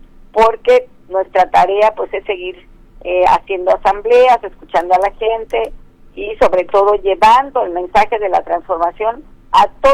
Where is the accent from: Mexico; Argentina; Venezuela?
Mexico; Guerrero; Yo soy guerrerense, soy del pueblo, vengo de una familia campesina, soy del pueblo guerrerense